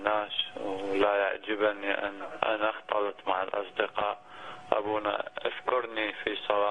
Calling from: Canada; انا ابن الرب من كندا.

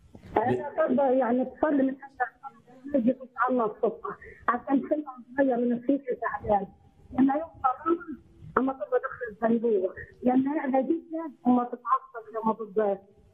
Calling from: Minya Governorate, Egypt; من المنيا.

